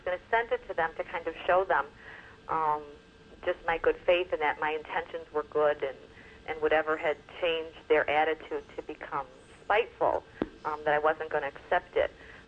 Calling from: Chicago, Illinois, United States; Sister, I'm from Chicago, or a suburb of Chicago

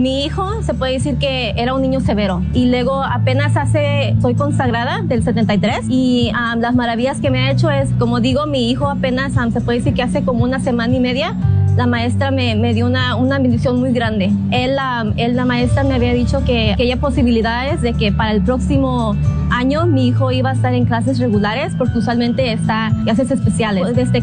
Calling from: Moreno Valley, California, United States; vengo de Moreno Valley

